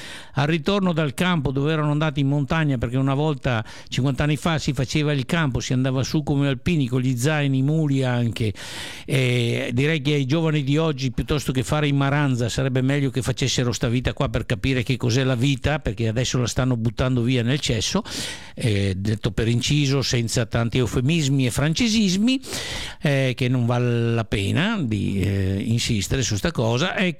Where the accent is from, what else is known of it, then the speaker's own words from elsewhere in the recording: Forni di Sopra, Friuli-Venezia Giulia, Italy; Forni di Sopra in provincia di Udine, che è il mio paese, quindi Friuli.